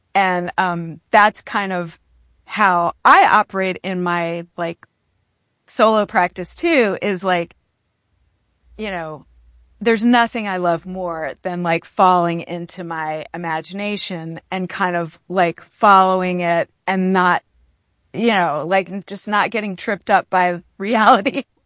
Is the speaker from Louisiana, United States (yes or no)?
yes; Baton Rouge, Louisiana, United States; moved away as an adult; also born or lived in Los Angeles; I grew up in Baton Rouge, but my family is from New Orleans.